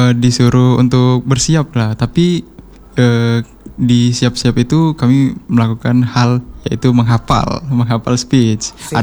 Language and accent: Indonesian; Palembang, South Sumatra, Indonesia; Asli orang Palembang.